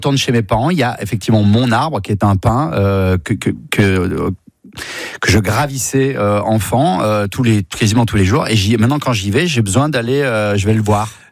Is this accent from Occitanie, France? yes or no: no; Auvergne-Rhône-Alpes, France; born or raised there; also born or lived in Valence